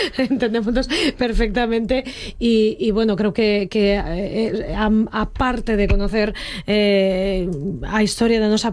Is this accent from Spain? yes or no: yes; Asturias, Spain; lo que estamos haciendo aquí precisamente es reivindicar que somos dos asturianos falando asturiano.